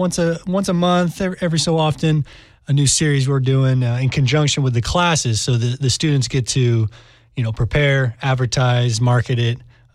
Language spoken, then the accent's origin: English; San Diego, California, United States; I'm from San Diego, from East County.